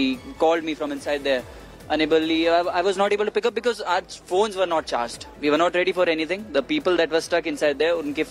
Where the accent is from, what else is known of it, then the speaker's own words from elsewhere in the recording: Udaipur, Rajasthan, India; from Udaipur, Rajasthan.